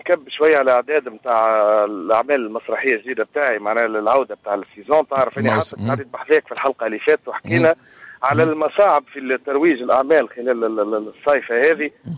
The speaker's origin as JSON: {"language": "Arabic", "town": "Kalaa Kebira", "region": "Sousse Governorate", "country": "Tunisia", "said": "كذلك عندنا في القلعة الكبرى زاد عندنا بعض العروض الممتازة في مسرح الدين معيوف والعرض الهندي امبارح،"}